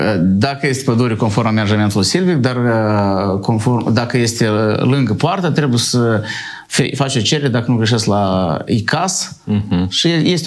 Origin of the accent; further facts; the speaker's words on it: Soroca, Soroca District, Moldova; sunt originar din Soroca